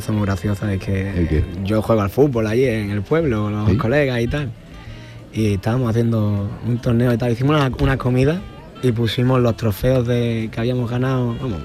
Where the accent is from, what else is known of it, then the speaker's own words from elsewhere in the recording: Benalup-Casas Viejas, Andalusia, Spain; mi pueblo es... Mi pueblo es mi pueblo, yo no soy de Cádiz, yo soy de Benalú.